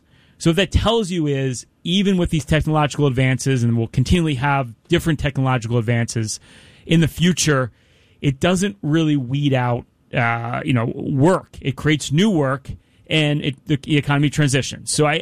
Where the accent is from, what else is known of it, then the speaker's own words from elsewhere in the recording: Philadelphia, Pennsylvania, United States; You know, I'm from Philadelphia. I got to keep it simple.